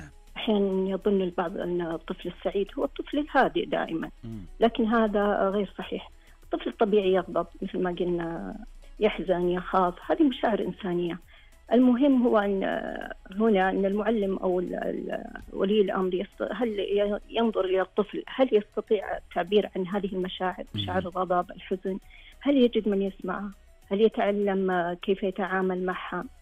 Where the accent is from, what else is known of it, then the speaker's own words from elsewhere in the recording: Saudi Arabia; عندنا التعليم في المملكة